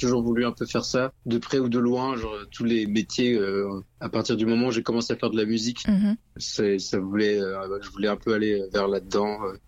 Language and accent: French; Tours, Centre-Val de Loire, France